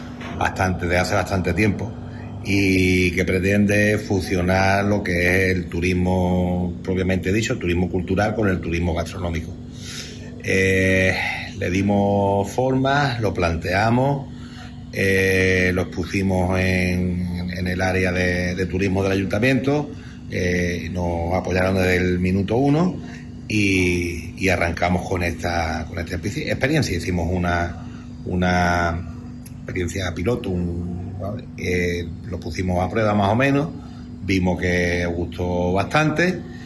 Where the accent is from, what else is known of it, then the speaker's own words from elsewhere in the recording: Pizarra, Andalusia, Spain; una forma de conocer el pueblo para los que somos de Pizarra